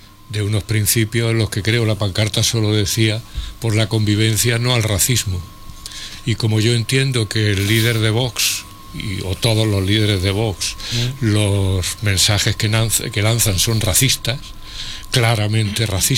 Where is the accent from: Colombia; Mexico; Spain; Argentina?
Spain; Soy español y no me molesta en absoluto que me tapen con esa bandera.